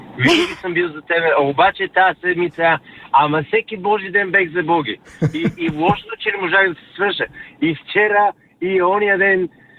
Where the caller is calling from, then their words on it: London, United Kingdom; съм от Лондон.